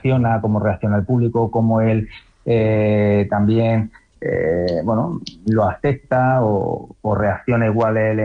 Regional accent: Aragon, Spain

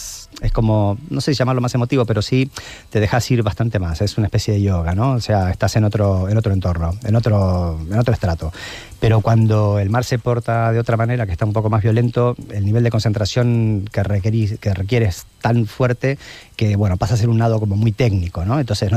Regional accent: Argentina; me he cruzado el Río de la Plata y he venido de Uruguay a Argentina, ese mismo año me crucé el Canal de la Mancha. Claro, emocionalmente para mí, que siendo argentino es muy fuerte

